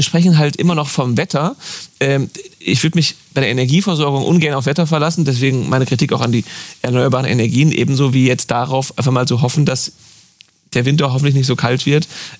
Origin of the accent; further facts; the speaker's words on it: Germany; Wir sind Deutsche, wir sind irgendwo gefangen in unserer Seele zwischen marktwirtschaftlich, aber es soll doch schon sehr, sehr gut sicher und reguliert und lieber nochmal ein doppelter Boden eingebaut sein.